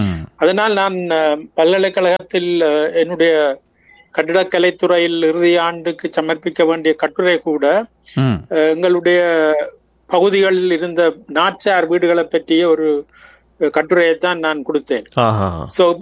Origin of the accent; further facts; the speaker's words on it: Jaffna, Northern Province, Sri Lanka; moved away as an adult; also born or lived in United Arab Emirates; நான் வண்ணார்பண்ணையில் பிறந்து வளர்ந்தவன். என்னுடைய கல்வி முழுவதையும், பாடசாலை கல்வி முழுவதையும் நான் அருகில் இருந்த வைத்தீஸ்வர வித்யாலயத்தில் தான் பெற்றுக்கொண்டேன்.